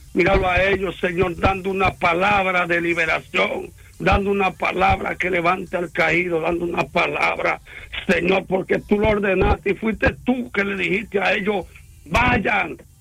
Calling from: La Romana, Dominican Republic; aquí en la Romana

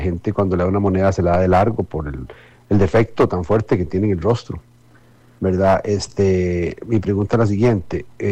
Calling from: Cartago, Costa Rica; Yo soy de Cartago.

